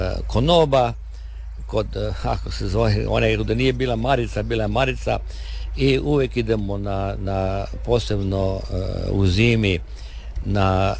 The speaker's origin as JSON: {"language": "Croatian", "town": "Brtonigla", "region": "Istria County", "country": "Croatia"}